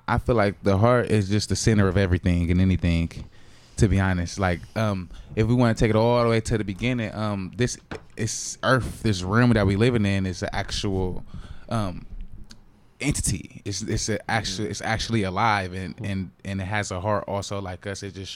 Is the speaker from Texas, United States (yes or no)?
no; Milwaukee, Wisconsin, United States; Oh yeah, I'm from Milwaukee for sure.